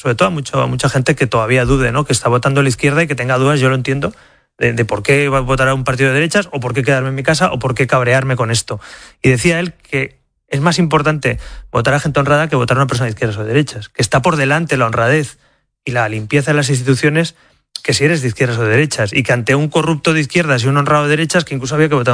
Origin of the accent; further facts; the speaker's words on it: Spain; Como español, si te doy mi opinión, creo que hay que buscar todos los mecanismos para que esto no se alargue demasiado.